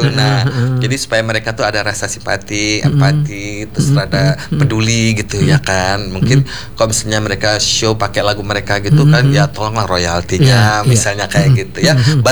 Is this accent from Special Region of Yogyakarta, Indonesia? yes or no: no; Madiun, East Java, Indonesia